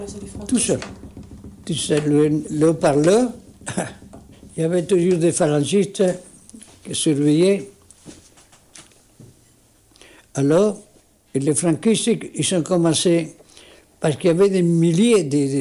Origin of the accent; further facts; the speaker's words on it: Tetouan, Tanger-Tetouan-Al Hoceima, Morocco; moved away as an adult; si je retourne chez moi, à Tétouan